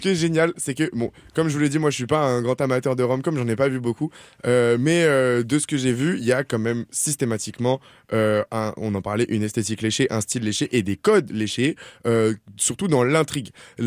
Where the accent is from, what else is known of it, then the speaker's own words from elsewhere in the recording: France; je vous dis ça en tant que français